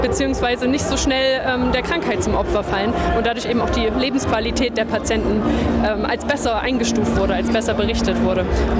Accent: Zwickau, Saxony, Germany; ich bin fast 26, bin in Zwickau nicht geboren, aber zumindest groß geworden, bin hier zur Schule gegangen

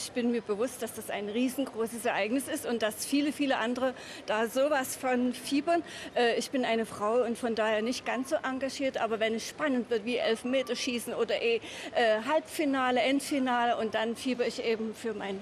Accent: Germany; Natürlich, ich bin Deutsche, ich drücke auch den Deutschen den Daumen.

